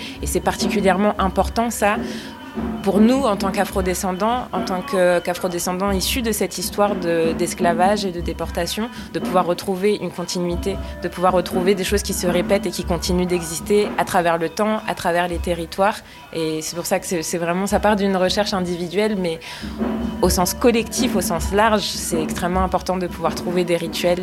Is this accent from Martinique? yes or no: yes; Martinique; now in Benin; c'est en Manya Vive, qui est traditionnelle de chez nous en Martinique. Et donc j'ai voulu observer la même chose dans les danses et dans les musiques traditionnelles ici au Bénin